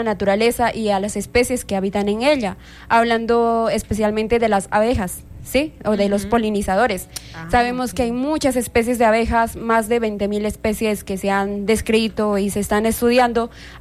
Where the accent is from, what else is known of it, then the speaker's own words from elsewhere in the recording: Peru; moved away; Yo por eso como peruana conocí de esta fundación en mi país